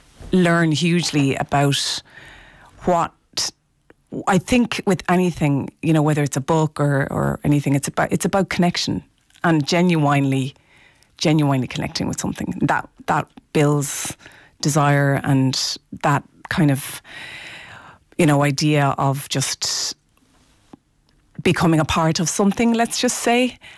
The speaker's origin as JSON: {"language": "English", "town": "Tuam", "region": "Connacht", "country": "Ireland", "tie": "born or raised there", "moved": "yes", "lives_now": "Wicklow, Ireland", "said": "I grew up in Tuam and I've reconnected with that."}